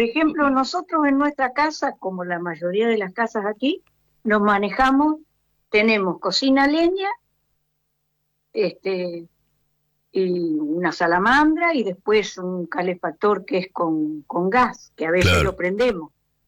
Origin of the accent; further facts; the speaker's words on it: Lobería, Buenos Aires Province, Argentina; now in Playa Chapadmalal, Argentina; cuando yo era chica, yo nací en Lobería y tuvimos siempre cocina leña